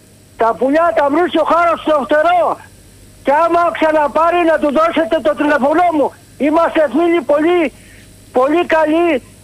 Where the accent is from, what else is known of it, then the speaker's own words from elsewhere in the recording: Amaliada, Western Greece, Greece; από την Αμαλιάδα